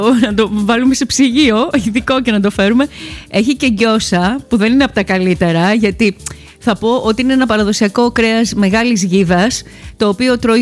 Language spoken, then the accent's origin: Greek; Peloponnese, Greece; Την κάνουμε παραδοσιακά στη πατρίδα μου.